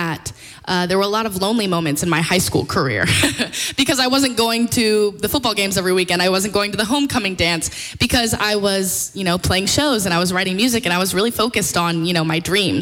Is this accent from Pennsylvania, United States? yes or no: no; Richmond, Virginia, United States; I'm from Richmond, Virginia. And I grew up doing musical theater